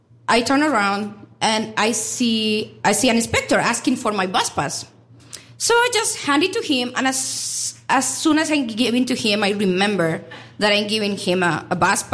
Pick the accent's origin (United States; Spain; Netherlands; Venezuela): Spain; English is a second language